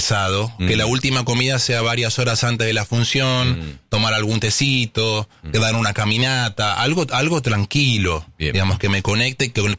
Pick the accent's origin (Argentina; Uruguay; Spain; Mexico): Argentina; moved away